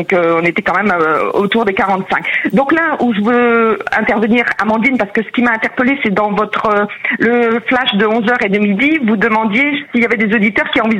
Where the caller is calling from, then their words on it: Normandy, France; À côté de Caen, j'habite à côté de Caen.